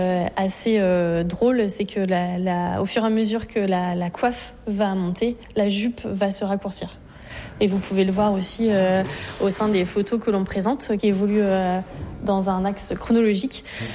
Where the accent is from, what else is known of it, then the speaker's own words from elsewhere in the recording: Brittany, France; Alors, moi, je suis à côté de Quimper